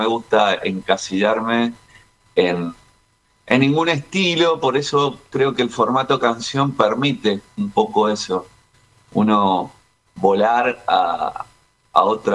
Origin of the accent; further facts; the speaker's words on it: Argentina; uno siempre se siente más cercano a Buenos Aires, ¿no? Que es como, nada, es parte de nuestro país, obviamente, pues, por más que estemos lejos en distancias